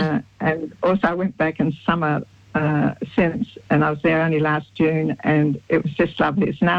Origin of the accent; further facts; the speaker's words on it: South Australia, Australia; also born or lived in United Kingdom / Toronto, Canada; now in Browns Bay, New Zealand; Although I always loved living by the sea, which I now do at Browns Bay right on the beach, and I was brought up in South Australia right on the beach, living in Toronto was the first time I'd never lived right next to a beach.